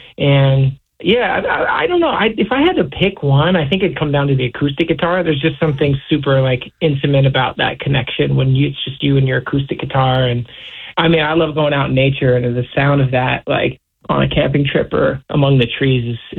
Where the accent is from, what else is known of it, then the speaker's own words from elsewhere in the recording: Hawaii, United States; born there; also born or lived in Seattle, Washington, United States; I grew up in Hawaii